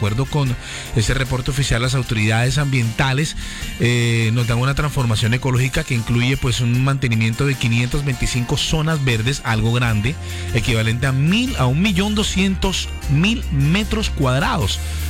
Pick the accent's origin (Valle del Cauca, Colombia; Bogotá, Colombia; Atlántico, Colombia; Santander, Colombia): Atlántico, Colombia; Barranquilla